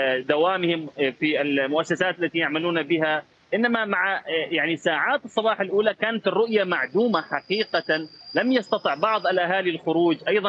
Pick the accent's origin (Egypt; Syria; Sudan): Syria; Deir ez-Zor Governorate; عندنا بعموم محافظة دير الزور